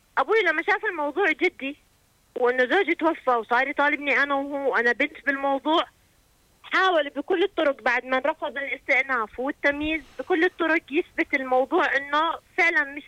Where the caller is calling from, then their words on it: Jordan; أنا مواطنة أردنية … من قبيلة بني صخر.